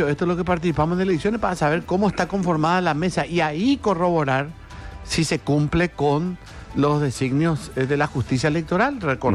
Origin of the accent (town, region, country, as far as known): Paraguay